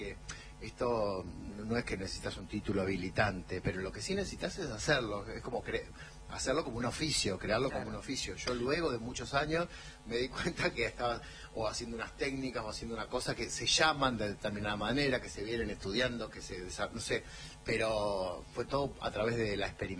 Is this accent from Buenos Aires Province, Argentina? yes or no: no; Gálvez, Santa Fe, Argentina; Sí, básicamente soy de Gálvez, sí.